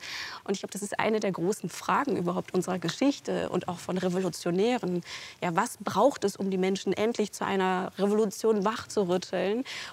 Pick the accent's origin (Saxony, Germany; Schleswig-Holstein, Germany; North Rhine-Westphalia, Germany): North Rhine-Westphalia, Germany; Cologne; Ich bin ja in Köln-Kalk aufgewachsen und dieser Ort hatte für mich früher eine sehr auch soghafte Wirkung, also auch eine beklemmende Wirkung. Das war ja viel eben Industriewüste